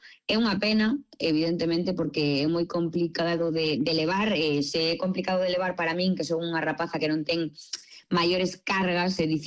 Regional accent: Vigo, Galicia, Spain; Pois, mira, aproveitando que son de Vigo, vou pedir

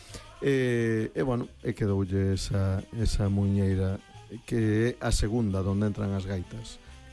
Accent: Cambados, Galicia, Spain; Eu son de Cambados

